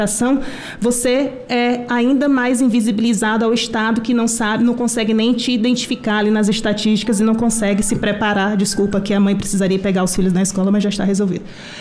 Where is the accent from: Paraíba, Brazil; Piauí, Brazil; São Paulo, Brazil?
Piauí, Brazil; eu sou do Piauí também, o povo do Piauí a gente fala rápido